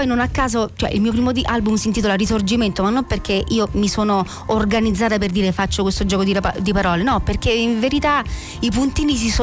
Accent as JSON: {"language": "Italian", "town": "Velletri", "region": "Lazio", "country": "Italy", "said": "Noi abitiamo, siamo di Velletri, in provincia di Roma"}